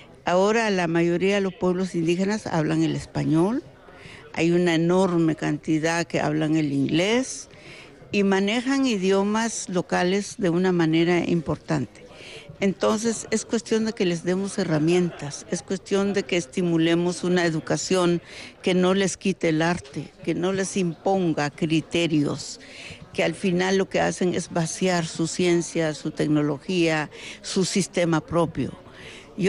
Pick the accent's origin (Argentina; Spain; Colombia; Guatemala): Guatemala; now in Mexico; yo en realidad soy guatemalteca mexicana